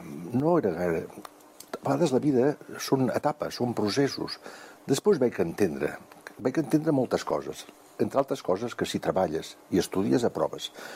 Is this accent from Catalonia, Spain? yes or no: yes; Manresa, Catalonia, Spain; Vaig néixer a Sant Andreu, a Manresa, soc manresà.